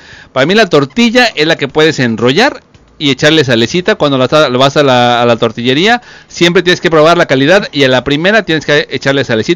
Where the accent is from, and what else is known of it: Mexico